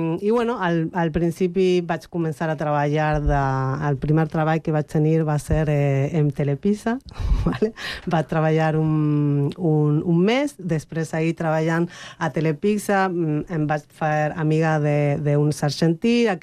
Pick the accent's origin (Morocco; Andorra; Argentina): Argentina; moved away as an adult; also born or lived in Palma de Mallorca, Spain; now in Spain; quan jo vaig créixer allà, en realitat soc espanyola, a l'Argentina, bueno, soc espanyola de paper.